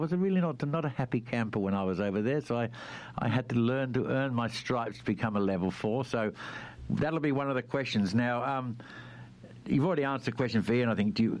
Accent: Australia

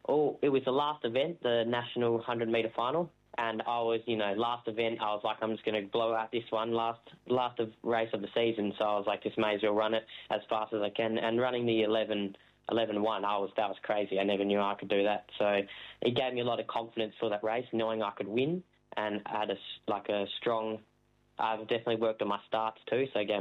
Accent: Australia; being an Australian runner

